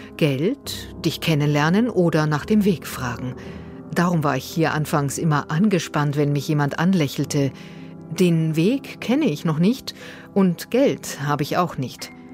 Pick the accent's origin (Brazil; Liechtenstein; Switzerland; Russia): Russia; German is a second language; Wie man auf Deutsch sagt, ich bin aus Russland, aber ich bin gegen den Krieg, habe ich gelernt